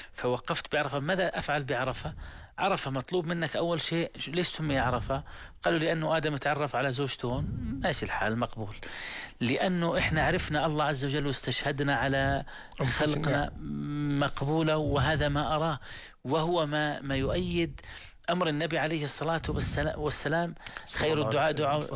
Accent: Jordan; إحنا الحاج الأردني

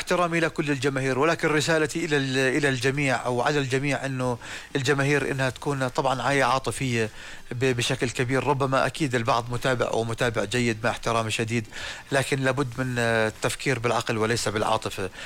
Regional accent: Jordan; عندنا بالأردن

